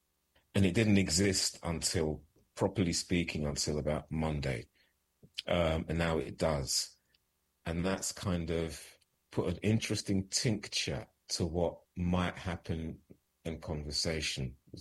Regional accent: London, United Kingdom; born there; I was born in London in 1963.

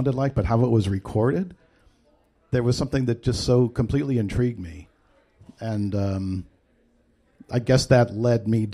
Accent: Villa Park, Illinois, United States; moved away as an adult; also born or lived in Chicago; now in Hudson Valley, United States; I grew up just outside of Chicago, Chicago's suburb called Villa Park. And I couldn't wait to get out. So as soon as I had the opportunity, I moved into the city and I lived there for 20-some years.

